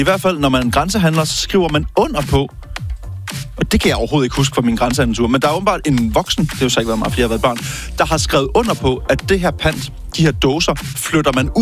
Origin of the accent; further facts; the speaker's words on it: Jutland, Denmark; i dele af Jylland. Også op til der, hvor jeg kommer fra.